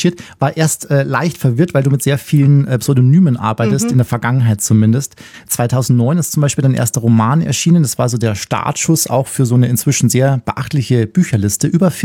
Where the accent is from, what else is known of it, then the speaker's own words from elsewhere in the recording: Traunstein, Bavaria, Germany; born there; Also ich bin in Traunstein bin ich geboren.